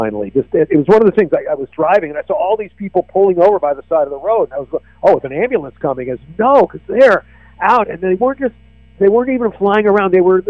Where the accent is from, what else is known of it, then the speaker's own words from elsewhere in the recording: Palo Alto, California, United States; also born or lived in Arcata; now in Los Osos, United States; I grew up in Palo Alto. I lived in Arcata, and both of them, like where I live right now in Los Osos, are towns that border on beautiful bays, San Francisco Bay, Humboldt Bay